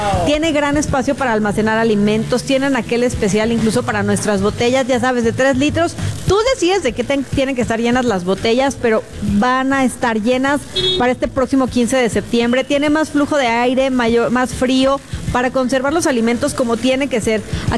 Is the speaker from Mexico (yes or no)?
yes; Mexico; Así somos los mexicanos. Trabajadores, pero borrachos.